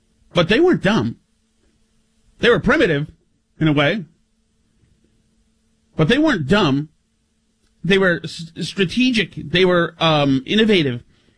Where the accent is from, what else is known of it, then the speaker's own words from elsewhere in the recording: Winchester, Massachusetts, United States; I grew up in Winchester, Mass., home of the Winchester Sachems.